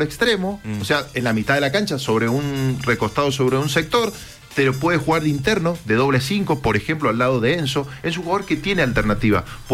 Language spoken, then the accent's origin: Spanish; Argentina; Somos argentinos y tenemos esa posibilidad de opinar.